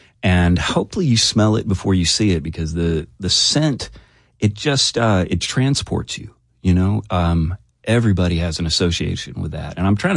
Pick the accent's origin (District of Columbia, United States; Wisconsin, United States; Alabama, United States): Alabama, United States; Prattville; You know, it was very green. A lot of kudzu, a lot of red clay hills that are kind of lovely to spend some time with.